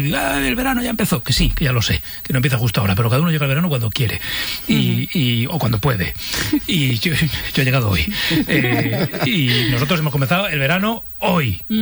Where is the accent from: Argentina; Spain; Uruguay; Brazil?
Spain; Navarre